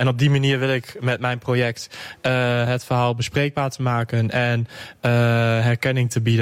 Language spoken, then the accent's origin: Dutch; Buurse, Overijssel, Netherlands; Ja, ik ben zelf homo, ik val op jongens. En ik kom zelf dus uit Buurssen, een klein dorpje uit het oosten.